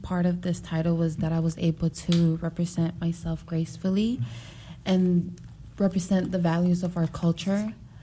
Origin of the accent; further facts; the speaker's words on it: American Samoa; now in Alaska, United States; I'm your Miss Alaska Pacific Island. And I'm from Fungarongo and Pitisota in American Samoa.